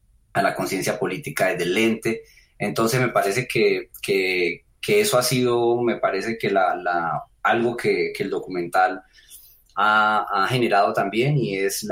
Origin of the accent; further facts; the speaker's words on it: Málaga, Santander, Colombia; born there; yo nací en Málaga, Santander, en un pueblo metido en las montañas de la cordillera oriental de los Andes, con difícil acceso, un pueblo que no se relaciona con Bucaramanga